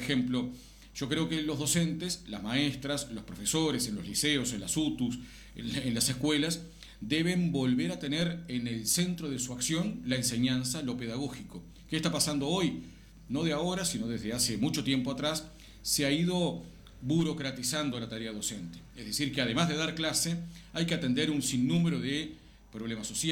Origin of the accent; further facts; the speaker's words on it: Canelones, Uruguay; Yo soy del interior, soy del departamento de Canelones